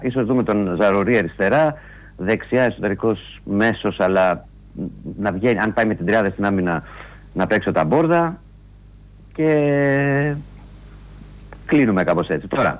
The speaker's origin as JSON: {"language": "Greek", "town": "Arachova", "region": "Western Greece", "country": "Greece", "said": "στην Αράχοβα, στα ορεινά της Αντελοκαρνανίας, εκεί στην πατρίδα μου, πάνω στη Βόρεια Ελλάδα."}